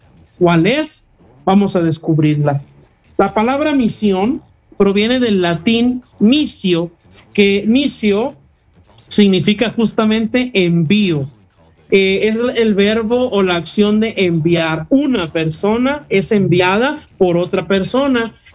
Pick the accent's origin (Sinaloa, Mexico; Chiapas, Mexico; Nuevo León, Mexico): Sinaloa, Mexico; Culiacán; yo soy de Culiacán, Sinaloa, que está aquí pegadito a Durango, y estoy misionando en la Sierra de Durango.